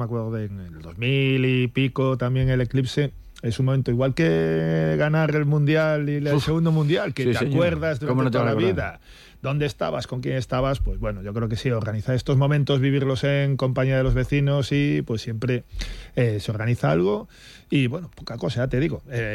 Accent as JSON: {"language": "Spanish", "region": "Galicia", "country": "Spain", "moved": "yes", "said": "yo soy gallego, entonces allí estamos acostumbrados al verde."}